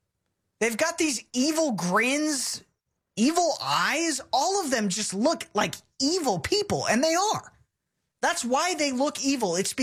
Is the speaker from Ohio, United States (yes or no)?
no; Texas, United States; But to be honest, I'm a Texan. My history started in 1835.